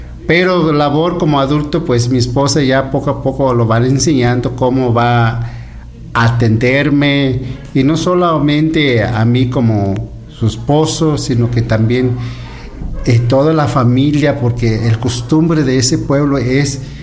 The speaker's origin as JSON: {"language": "Spanish", "region": "Mixteca", "country": "Mexico", "tie": "born or raised there", "said": "Yo soy una persona más lejado de la ciudad. Nací en un pueblo donde hablan lengua mixteco y pues nunca hemos sabido parte de Dios, ¿quién es Dios?"}